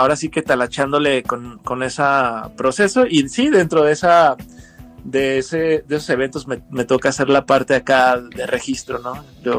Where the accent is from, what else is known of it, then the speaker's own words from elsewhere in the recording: Mexico; la mala costumbre que tenemos como mexicanos